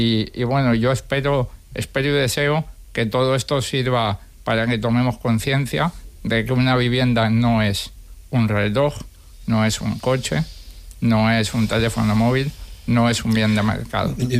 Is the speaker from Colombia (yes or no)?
no; Spain